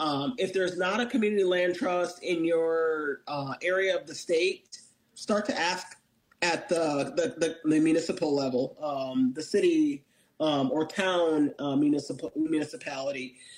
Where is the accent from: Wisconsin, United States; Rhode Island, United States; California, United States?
Wisconsin, United States; Madison; also born or lived in Verona, Wisconsin; and I'm from Wisconsin, I'm from Madison, grew up in Madison, but lived in two suburbs of Madison and lived in Verona for a while.